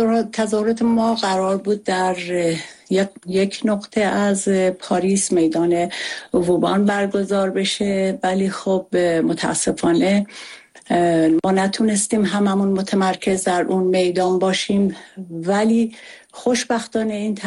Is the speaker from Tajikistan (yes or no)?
no; Iran; moved away; من در مرحله اول خودم به عنوان یک ایرانی که دل در گرو آزادی ایران دارم